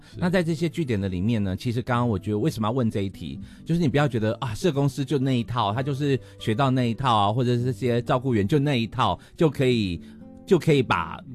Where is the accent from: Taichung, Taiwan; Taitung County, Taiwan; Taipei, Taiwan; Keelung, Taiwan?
Taitung County, Taiwan; 我就生于这里，长于这里，我当然是希望留在我自己的地方嘛。